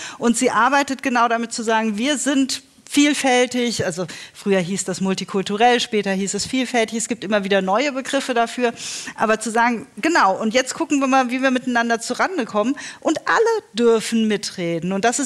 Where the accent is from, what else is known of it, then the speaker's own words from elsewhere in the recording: Frankfurt am Main, Hesse, Germany; also ich komme aus Frankfurt am Main. Das ist eine Stadt, die ist seit 2014, glaube ich, Majority-Minority-City, so nennt man das.